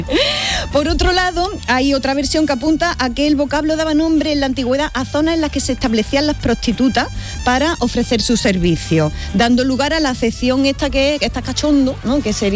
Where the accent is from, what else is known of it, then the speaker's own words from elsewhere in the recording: Jaén, Andalusia, Spain; Yo como soy de Jaén, a mí los ríos. Yo veo un río y me tiro.